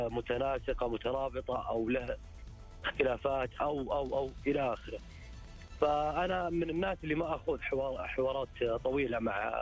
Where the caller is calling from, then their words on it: Riyadh, Riyadh Province, Saudi Arabia; من الرياض.